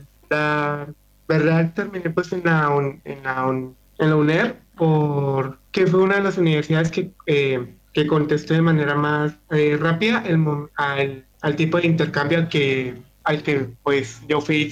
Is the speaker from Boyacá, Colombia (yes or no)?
yes; Sogamoso, Boyacá, Colombia; moved away as an adult; now in Concordia, Argentina; Yo vengo de, pues, como su madre ya lo mencionó, del país de Colombia, más específicamente del departamento de Boyacá, de la ciudad de Sogamoso.